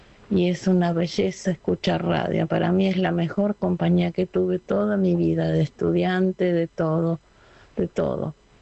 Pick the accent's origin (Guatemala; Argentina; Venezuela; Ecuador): Argentina; Moreno, Buenos Aires Province; born there; comencé a vivir acá en Moreno … no teníamos luz cuando vinimos a vivir acá